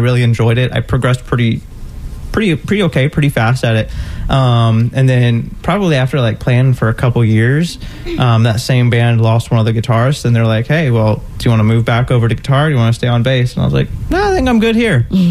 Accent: Ohio, United States; now in Florida, United States; And then I'm from Ohio. So when I moved down to Florida

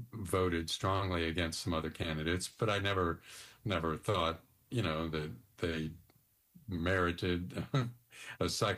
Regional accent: United States; I grew up in Washington.

